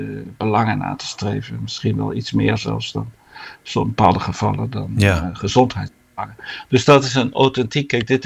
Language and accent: Dutch; Netherlands; moved away as an adult; now in Flanders, Belgium; als Nederlander in Vlaanderen.